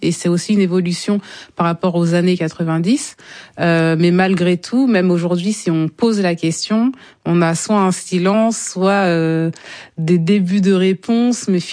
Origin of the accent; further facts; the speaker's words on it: Canteleu, Normandy, France; mais comment ça de Normandie, vous venez d'où? Je dis Rouen, mais Rouen, enfin Canteleu, mais où, près de Rouen, donc en Normandie.